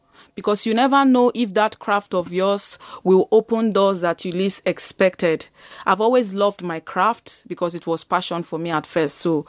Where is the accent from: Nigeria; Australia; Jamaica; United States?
Nigeria; now in Vienna, Austria; regardless of the fact that I'm Nigerian, they would still impute there that it was done in Vienna.